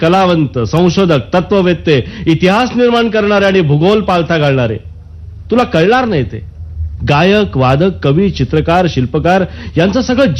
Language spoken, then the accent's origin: Marathi; Mumbai, Maharashtra, India